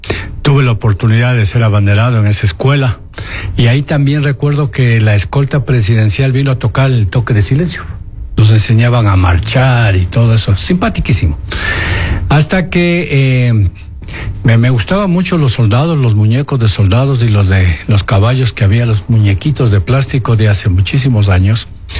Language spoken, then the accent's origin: Spanish; Ambato, Tungurahua, Ecuador; Yo nací en Ambato el 5 de agosto de 1958, para los que quieren conocer, en la calle Matriz, frente al Mercado Central, en la avenida Ceballos, y orgullosamente ambateño, digo yo, la tierra de los tres Juanes y Wagner Bravo.